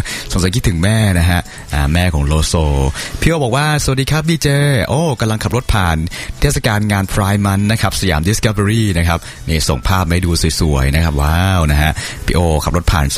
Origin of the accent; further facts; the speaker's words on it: Trat, Thailand; เป็นคนตราดอยู่แล้วครับเรียนจบก็กลับมาบ้านครับ